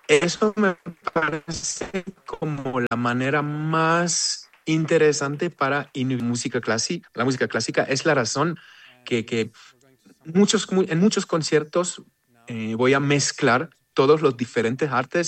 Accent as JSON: {"language": "Spanish", "country": "Israel", "said": "soy israelí."}